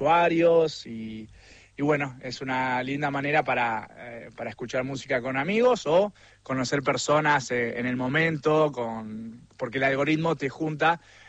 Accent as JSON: {"language": "Spanish", "country": "Argentina", "also_born_or_lived": "Brazil", "moved": "as an adult", "lives_now": "Montpellier, France", "said": "tenía ganas de volver a Argentina con mis amigos"}